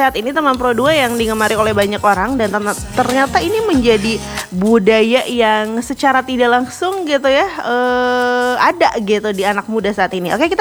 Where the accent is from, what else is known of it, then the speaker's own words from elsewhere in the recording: Bandung, West Java, Indonesia; now in Papua, Indonesia; aku lahir dan besar di Bandung